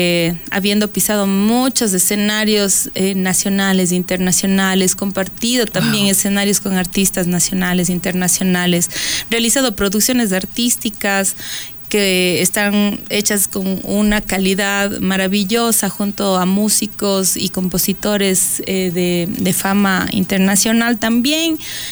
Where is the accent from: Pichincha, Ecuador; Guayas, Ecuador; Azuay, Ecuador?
Azuay, Ecuador; Cuenca; Soy una cuencana amante de mi ciudad.